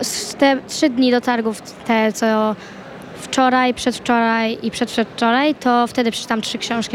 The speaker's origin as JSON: {"language": "Polish", "town": "Warsaw", "region": "Masovian Voivodeship", "country": "Poland", "said": "my jesteśmy z Warszawy"}